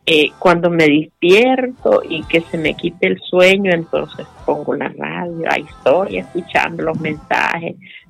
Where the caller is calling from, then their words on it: Catacamas, Olancho, Honduras; Vende, Olancho, Catacamas.